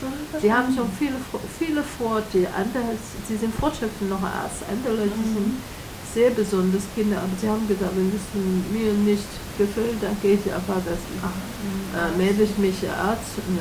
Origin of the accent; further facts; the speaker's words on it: Taiwan; German is a second language; moved away; ich komme aus Taiwan